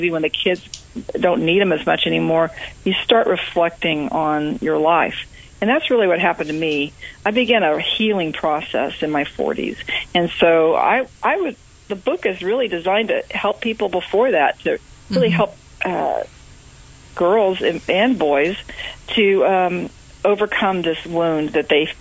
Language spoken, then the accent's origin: English; San Antonio, Texas, United States; moved away; But then I had an offer to go back to San Antonio, which is my hometown